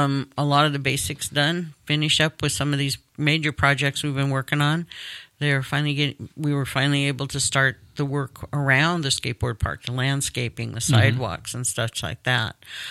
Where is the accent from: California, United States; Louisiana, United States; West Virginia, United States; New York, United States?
California, United States; Rio Vista; because I wanted to go to one of my hometown Rio Vista meetings